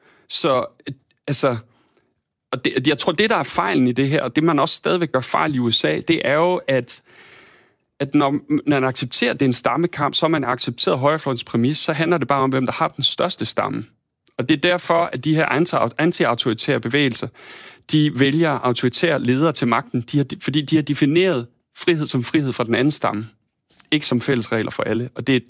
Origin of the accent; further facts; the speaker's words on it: North Denmark Region, Denmark; Jeg kommer fra Thy oprindeligt, og har jo stadig min familie deroppe og kommer jævnligt derud eller derop eller derhen.